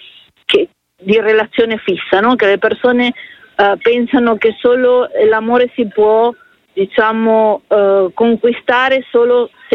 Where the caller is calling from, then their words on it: Milan, Lombardy, Italy; Da Milano.